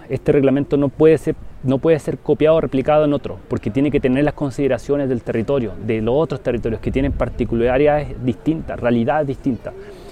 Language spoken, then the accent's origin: Spanish; Curarrehue, Araucanía, Chile; nosotras y nosotros los mapuches acá, mapuche, pehuenche, huinculche del territorio de Curarrehue